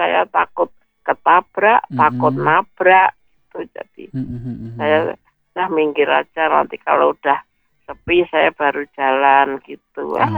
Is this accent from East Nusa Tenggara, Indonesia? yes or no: no; Semarang, Central Java, Indonesia; moved away; kalau di Semarang dulu nyebutnya bentik.